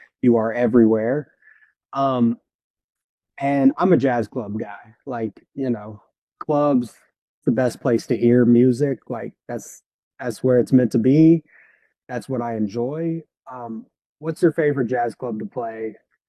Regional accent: Mississippi, United States; A lot of my we're all from Mississippi Delta, and so I grew

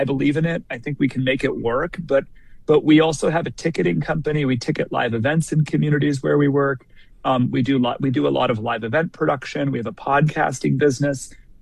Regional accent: Washington, United States; born or raised there

